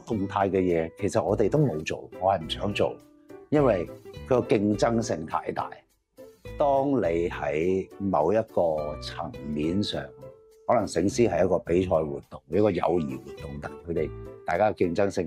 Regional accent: Hong Kong; 作為一個真係本土土生土長香港人

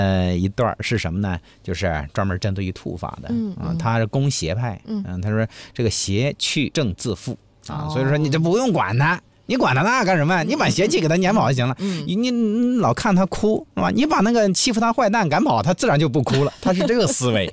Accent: Hebei, China; 是我们河北人应该是

